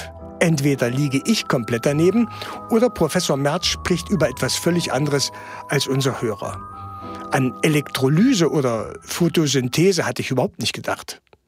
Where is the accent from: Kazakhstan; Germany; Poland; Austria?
Germany; Saxony-Anhalt; Ich komme aus Sachsen-Anhalt. Da, wo ich wohne, schlägt der Regenschatten des Harzes voll zu.